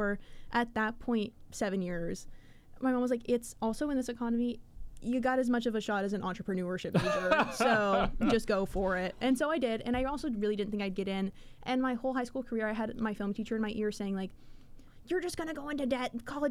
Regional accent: Grand Prairie, Texas, United States; I come from a like very Mexican little town, and it's slowly over the years not become so little.

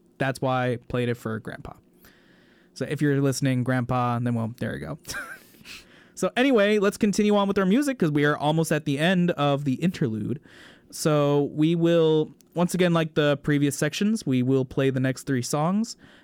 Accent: Texas, United States; I'm Texan Spanish

